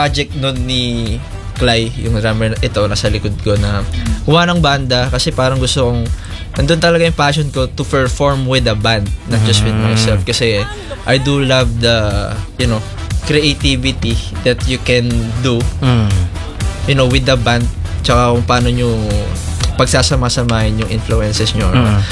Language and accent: Tagalog; Lipa, Calabarzon, Philippines; we are from Lipa. We are an indie band from Lipa.